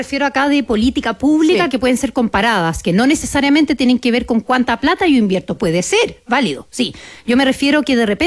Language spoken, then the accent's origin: Spanish; Chile; nosotros como chilenos